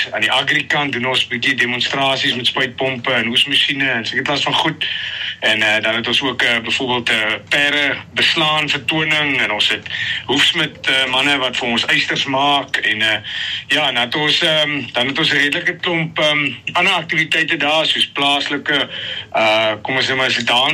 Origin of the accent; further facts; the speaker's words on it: Robertson, Western Cape, South Africa; ek is van Robertson, ek is my lewe lank al hier, gebore getoe, soos hulle sê, kom uit 'n plaasfamilie uit, ons boer hier so net buitekant Robertson, op 'n plaas met die naam Cloverfield.